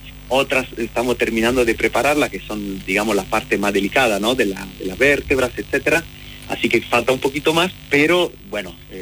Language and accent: Spanish; Italy; moved away as an adult; now in Argentina; yo trabajé unos años, antes de mudarme acá en Argentina, trabajé bastante en Italia, de donde vengo, digamos, pero no había dinosaurio para mí, así que me mudé justamente acá para perfeccionarme